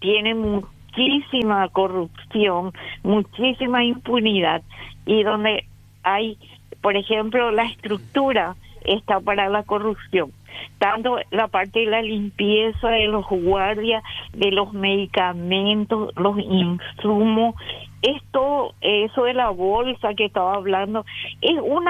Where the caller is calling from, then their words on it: Capiatá, Central, Paraguay; somos de Capillas. Sí, Capieta.